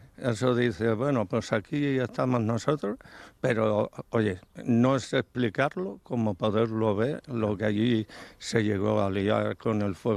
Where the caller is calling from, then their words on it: Barcelona, Catalonia, Spain; Vivo en Barcelona.